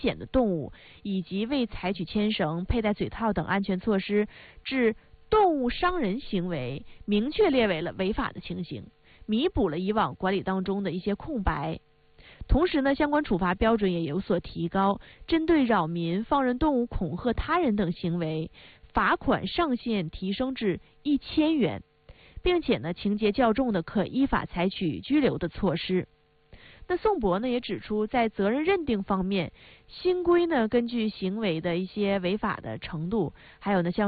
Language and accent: Chinese; Northeast China, China; 我们东北话说犄角旮旯